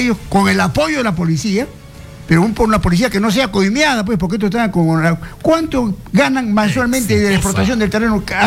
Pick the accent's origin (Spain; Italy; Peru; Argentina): Peru; Chincha, Ica; el José Pardo y Barreda, en Chincha, donde dejé los mejores años de mi vida, ¿no? Un saludo a todo mi pueblo de Chincha.